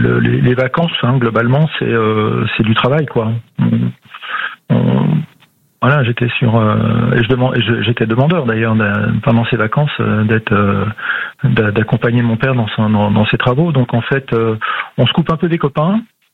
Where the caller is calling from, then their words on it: Limours, Île-de-France, France; J'habite à Limours, dans l'Essonne, au sud, sud-ouest de Paris